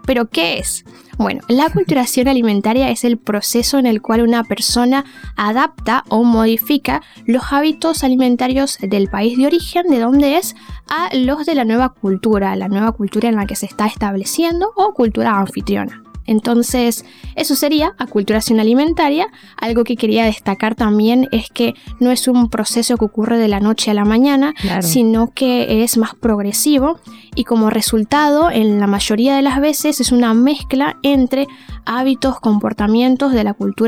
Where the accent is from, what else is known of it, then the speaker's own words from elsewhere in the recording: Panama; now in Argentina; soy estudiante del quinto año de la licenciatura en nutrición aquí en la Universidad Adventista del Plata y soy de Panamá, Centroamérica, un poco lejos de acá, de Argentina.